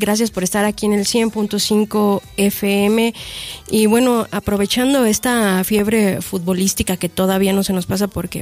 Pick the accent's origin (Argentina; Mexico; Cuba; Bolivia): Mexico